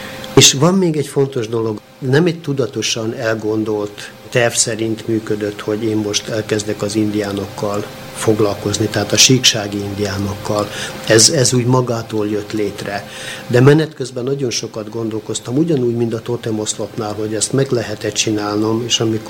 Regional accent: Vojvodina, Serbia; born there; vajdasági születésű vagyok, tehát egy úgymond határon kívüli, tehát délvidékről, ahol meg tudtam tapasztalni azt, hogy idegenként, illetve megtűrként élünk a saját földünkön.

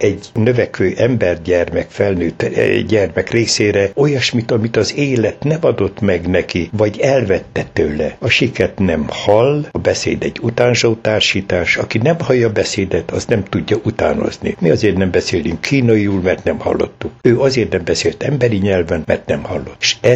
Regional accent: Pocsaj, Hajdú-Bihar, Hungary; Otthon töltöttük gyermekkorunkat, elemi iskolát Pocsajban, illetve Debrecenbe jártam a görögkatolikusba, majd polgáriskolába kerültem.

